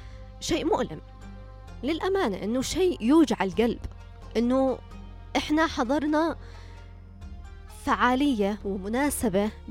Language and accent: Arabic; Yemen; تليق بنا كيمنيين